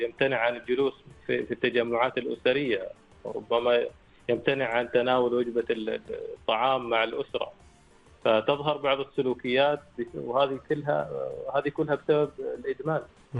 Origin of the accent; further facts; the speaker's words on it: Oman; نحن اليوم عندنا في سلطنة عمان